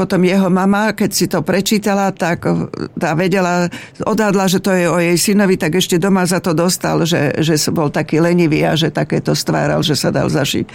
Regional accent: Blatnica, Žilina Region, Slovakia; lebo my sme boli autobusári z Blatnici

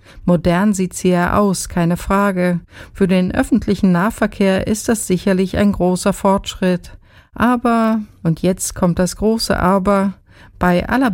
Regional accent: Gera, Thuringia, Germany; denn auch in meiner Heimatstadt Gera dreht sich momentan vieles um die Straßenbahn.

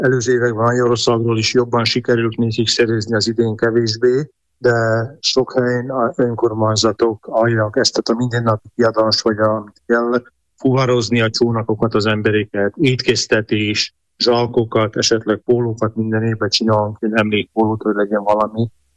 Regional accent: Szete, Nitra Region, Slovakia; Én is Ipolynál születtem, mert Szetéről származok, az is az Ipoly menti falucska.

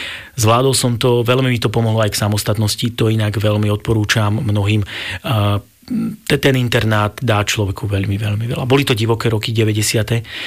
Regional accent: Orovnica, Banská Bystrica Region, Slovakia; Pochádzam z Horovnice pri Novej Bani, taká malá obec, stredné Slovensko, a tam je Slovenská brána, mnohí to poznajú, Hronský Beňadyk ľudia určite poznajú. A odtiaľ teda pochádzam, je to blízko do Banskej Štiavnice.

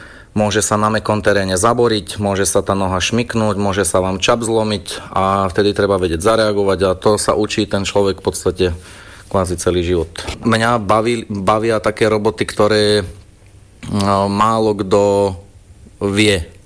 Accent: Trenčianske Bohuslavice, Trenčín Region, Slovakia; Teraz momentálne pôsobím v obci Opatovce, predtým som ako rodák z Trenčianskych Bohuslavíc pôsobil v zbore v Trenčianskych Bohuslaviciach

